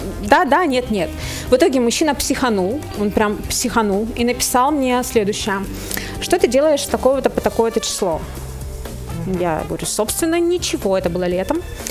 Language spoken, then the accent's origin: Russian; Russian Far East, Russia; а я сама дальневосточница